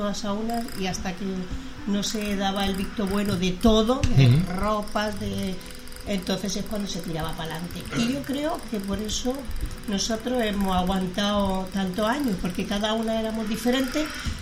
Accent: Andalusia, Spain; Yo no soy extremeña, soy andaluz.

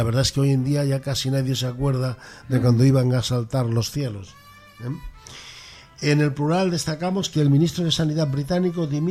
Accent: Extremadura, Spain; en mi tierra Extremadura

